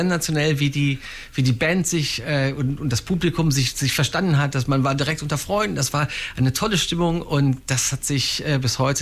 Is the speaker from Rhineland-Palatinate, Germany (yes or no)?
no; Hildesheim, Lower Saxony, Germany; also born or lived in Hanover; Hannover ist ja meine Heimatstadt quasi. Ich komme aus Hildesheim.